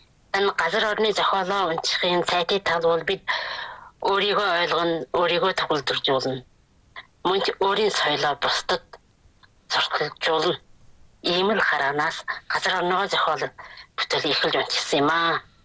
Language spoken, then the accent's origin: Mongolian; Inner Mongolia, China; now in New Barag Right Banner, China; Шинэ барга зүүн хүч юуны Жавхлан сумны улаан туг гачааны уугуул байна.